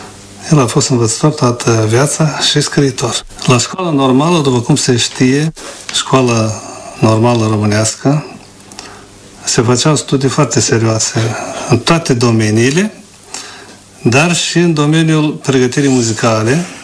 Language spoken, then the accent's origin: Romanian; Gagauzia, Moldova; Deci, școala normală mi-a întărit, cum s-ar spune, izvoarele cântecului, izvoarele muzicii născute în satul meu natal și în mijlocul poporului meu găgăuz.